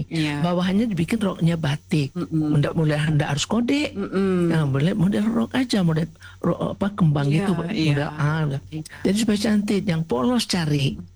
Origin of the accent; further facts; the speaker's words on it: West Sumatra, Indonesia; Kalau kita Minang nggak pakai batik di bawah, pakai kain gitu dia.